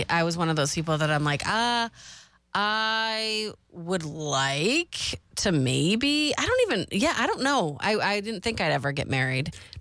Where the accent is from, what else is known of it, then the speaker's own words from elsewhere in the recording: Morrisville, Vermont, United States; I grew up in Lamoille County and he started college in Lamoille County. And so I grew up in Morrisville.